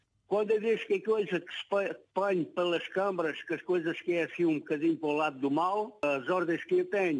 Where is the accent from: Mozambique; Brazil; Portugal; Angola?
Portugal; Faro, Algarve; born there; also born or lived in Saboia, Alentejo; now in Loulé, Portugal; Mas vim muito novo para aqui. Eu vim morar para Faro e fiz a minha escola quase toda em Faro.